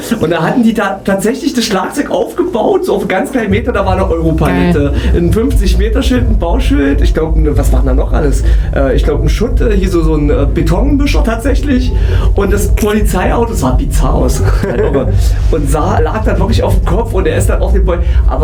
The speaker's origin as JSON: {"language": "German", "town": "Mühlhausen", "region": "Thuringia", "country": "Germany", "said": "Ich komme aus Mühlhausen, Kulturfabrik, und Comedy geht da einfach extrem gut."}